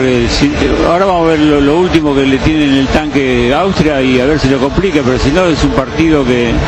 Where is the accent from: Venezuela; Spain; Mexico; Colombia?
Spain; Basque Country; Yo soy de ahí, del País Vasco soy. Sí, soy sí, ¿no? Vasco.